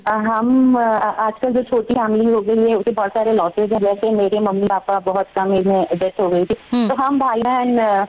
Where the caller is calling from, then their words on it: Raipur, Chhattisgarh, India; मैं यहाँ रायपुर छत्तीसगढ़ से हूँ